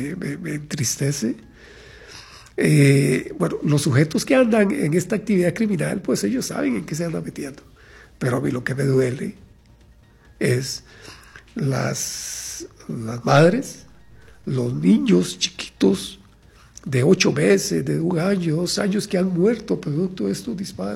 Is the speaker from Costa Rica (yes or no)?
yes; Costa Rica